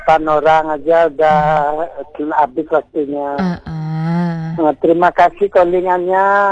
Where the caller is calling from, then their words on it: Plaga, Bali, Indonesia; Saya tidak sama … dari Plago.